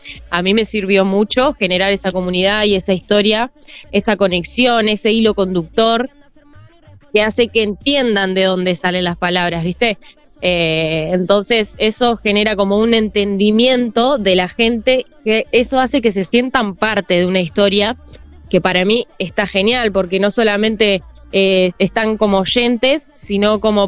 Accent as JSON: {"language": "Spanish", "country": "Argentina"}